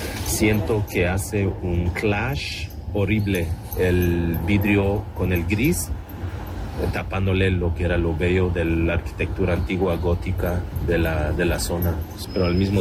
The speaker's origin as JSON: {"language": "Spanish", "town": "Montreal", "region": "Quebec", "country": "Canada", "said": "Pues yo soy turista de Montreal, Canadá, y vine la última vez hace 10 años"}